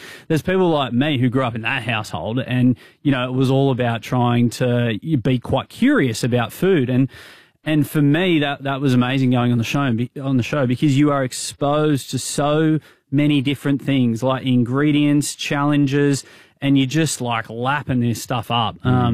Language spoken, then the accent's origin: English; Maitland, New South Wales, Australia; I grew up in Maitland, a country town.